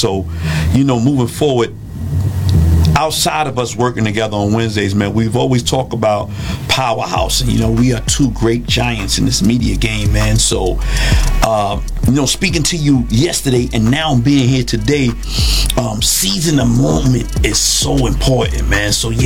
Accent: New York City, New York, United States; Growing up in the Bronx, of course.

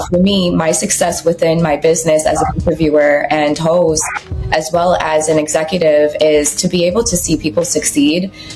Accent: Guyana; now in New York City, United States; I am an immigrant as well, so I'm not American. I'm actually South American. I'm Guyanese.

